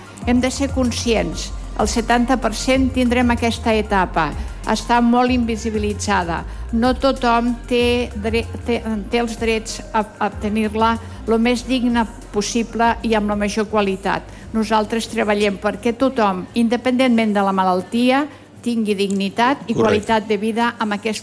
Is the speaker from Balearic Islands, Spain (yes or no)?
no; Barcelona, Catalonia, Spain; No, jo sóc de Barcelona, sí.